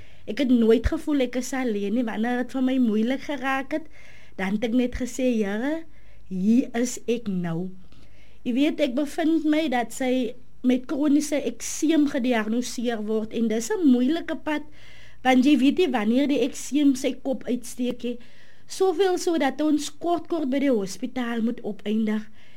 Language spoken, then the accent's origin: Afrikaans; Oudtshoorn, Western Cape, South Africa; ek is een boerling van Oudtshoorn my hele leven lang.